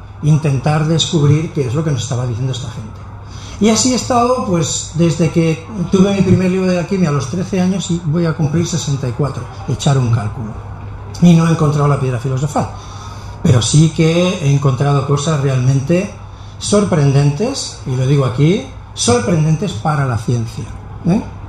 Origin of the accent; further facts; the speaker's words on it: Catalonia, Spain; Yo soy catalán, conozco Cataluña, o pensaba que conocía Cataluña.